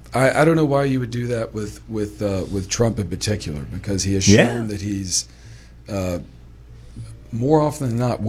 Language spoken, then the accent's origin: English; United States; this is me as an American.